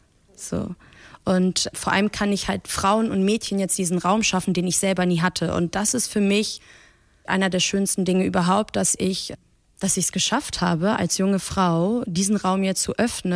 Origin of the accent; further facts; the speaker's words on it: Hanover, Lower Saxony, Germany; born there; first language Persian; German is a second language; ich bin 30 Jahre alt und geboren bin ich in Hannover.